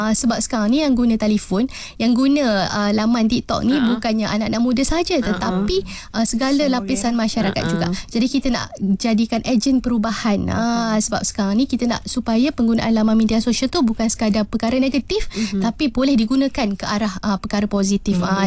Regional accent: Johor, Malaysia; moved away; Saya daripada Johor.

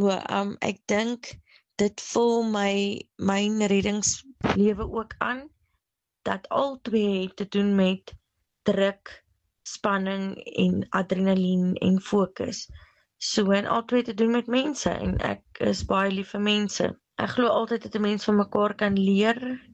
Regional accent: Springbok, Northern Cape, South Africa; Ek het maar in Springbok groot geword.

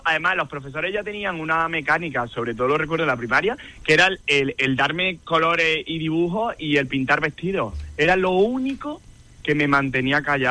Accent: Andalusia, Spain; moved away as an adult; now in Madrid, Spain; soy un chico del Valle de los Pedroches, que se fue hace 13 años a Madrid

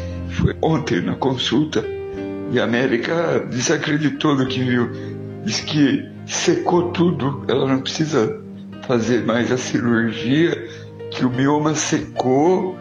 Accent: Jaú, São Paulo, Brazil; a paz do Senhor Jesus, sou daqui de Jaú, São Paulo.

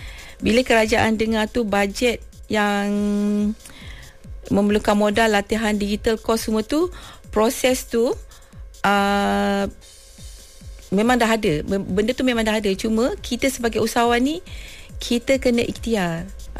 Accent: Lunas, Kedah, Malaysia; now in Kuala Lumpur, Malaysia; Saya berasal daripada Kedah.

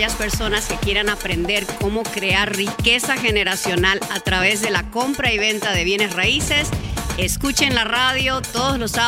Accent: Asunción, Paraguay; moved away; Sí, de Asunción, Paraguay.

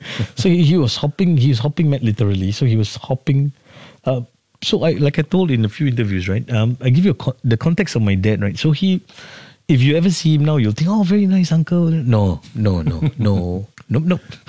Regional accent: Hougang, Singapore; So where I grew up in Hougang, it's you don't see this kind of cars everywhere.

